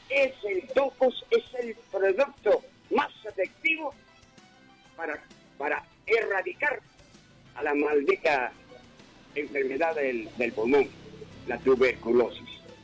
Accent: Huánuco, Peru; mis paisanos de Huánuco

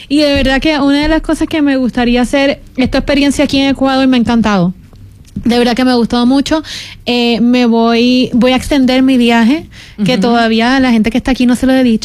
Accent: Puerto Rico; Me gustaría trabajar también en mi país, en Puerto Rico.

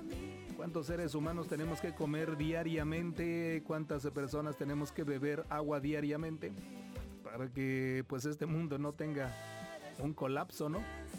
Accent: Mexico; casi 130 millones somos mexicanos

